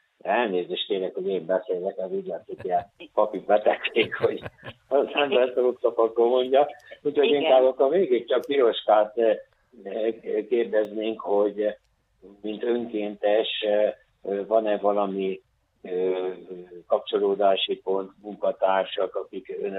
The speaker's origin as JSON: {"language": "Hungarian", "region": "Somogy", "country": "Hungary"}